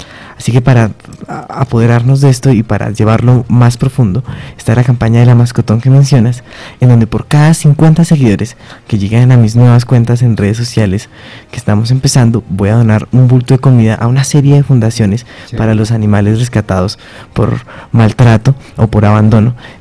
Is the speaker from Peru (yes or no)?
no; Colombia; a veces se nos olvida que somos colombianos